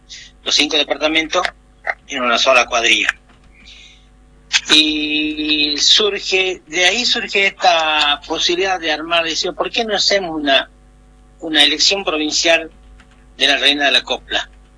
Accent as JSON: {"language": "Spanish", "region": "Jujuy", "country": "Argentina", "moved": "yes", "lives_now": "San Salvador de Jujuy, Argentina", "said": "somos netamente de la cuna, somos de Santa Catalina y de Rinconada, de algunos de Yavi."}